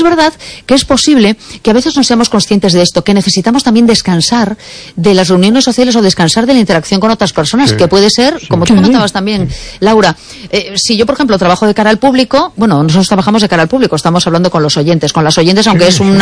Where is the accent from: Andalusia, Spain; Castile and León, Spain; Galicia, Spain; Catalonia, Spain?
Galicia, Spain; A Coruña; Yo no sabían que era de Coruña. Sí, soy yo